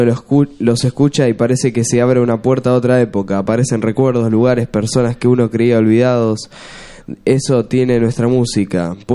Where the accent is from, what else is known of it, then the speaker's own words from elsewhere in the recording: Victoria, Entre Ríos, Argentina; born there; yo nací en Victoria, Entre Ríos